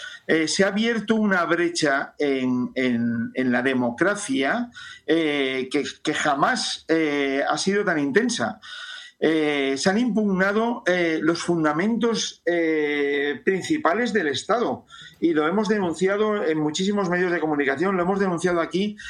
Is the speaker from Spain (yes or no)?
yes; Spain; somos muchos los españoles